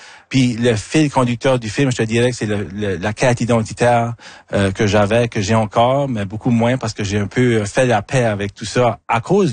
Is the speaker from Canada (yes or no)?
yes; Acadia, Canada; je viens de l'Acadie comme ton premier album.